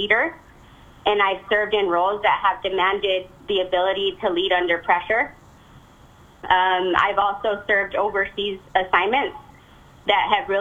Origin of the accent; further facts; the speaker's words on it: Doña Ana County, New Mexico, United States; I grew up right here in Doñana County, and I'm deeply rooted in this community.